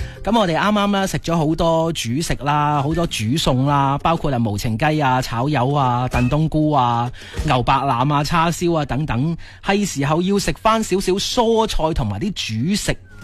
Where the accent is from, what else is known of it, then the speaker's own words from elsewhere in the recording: Guangdong, China; 就更加能够彰显我哋广东人啊